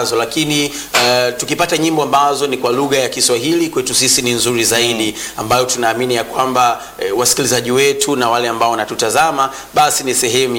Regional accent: Tanzania; mbali kufika hapa nchini Tanzania kwa ajili ya kutubariki kwa njia ya uimbaji. Na hawa ni Waganda na sisi ni Waswahili.

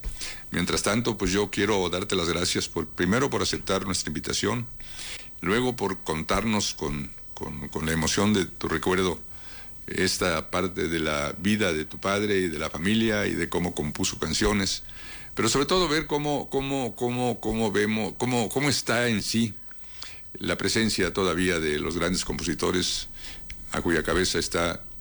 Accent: Mexico

